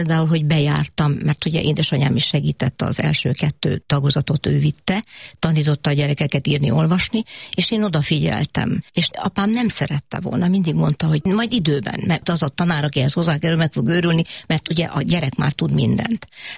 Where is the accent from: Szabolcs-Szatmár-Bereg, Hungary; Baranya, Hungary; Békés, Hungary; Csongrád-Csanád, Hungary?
Csongrád-Csanád, Hungary; Szeged; Szeged. Tápékutassi iskola, és ez a, úgy szoktam mondani, a Tiszántúl. Nem a Dunán, hanem a Tiszántúl. És ez egy csodálatos környezet volt, ez egy gyönyörű természeti környezet.